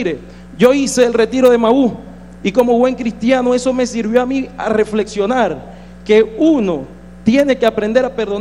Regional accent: Cabimas, Zulia, Venezuela; venimos como cabimero, como zuliano, como venezolano

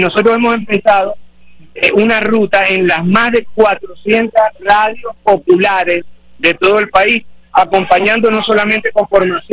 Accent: Venezuela; nosotros, los venezolanos.

